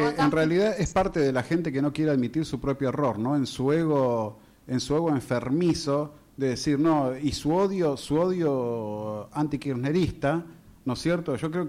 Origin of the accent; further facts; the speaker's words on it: Argentina; Acá se trata de que somos argentinos.